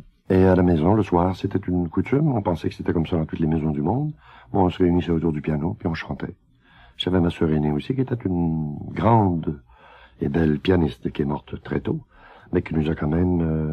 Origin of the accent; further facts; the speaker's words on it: La Tuque, Quebec, Canada; Moi, je suis né à Latuc, dans la Mauricie